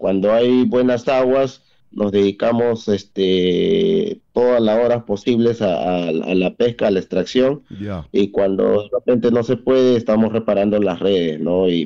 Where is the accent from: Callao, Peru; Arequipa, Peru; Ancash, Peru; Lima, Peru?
Lima, Peru; Aucallama; yo que soy de Aucayama